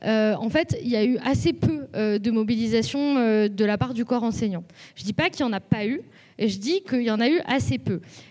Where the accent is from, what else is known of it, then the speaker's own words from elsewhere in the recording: Lyon, Auvergne-Rhône-Alpes, France; moi à la base je viens de Lyon, et donc je me suis fait tabasser suffisamment souvent pour bien comprendre comment ça fonctionnait l'extrême droite